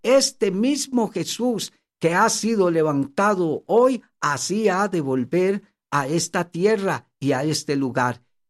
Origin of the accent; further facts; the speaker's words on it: Costa Rica; Qué privilegio llegar al territorio costarricense y fuera de las fronteras de nuestro país.